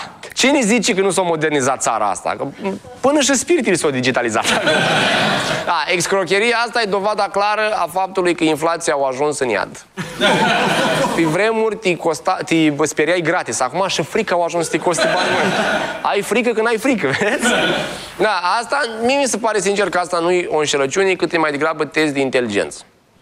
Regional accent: Moldavia, Romania; Scuze, sunt moldovean, am problemele astea.

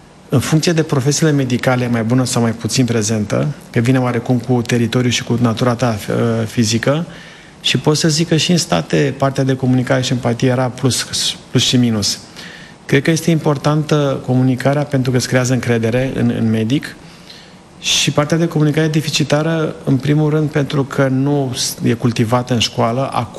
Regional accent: Sibiu County, Romania; also born or lived in Copșa Mică

